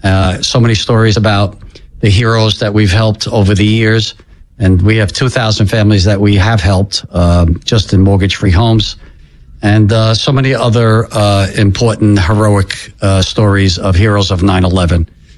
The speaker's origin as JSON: {"language": "English", "town": "Staten Island", "region": "New York", "country": "United States", "said": "We're all from Staten Island."}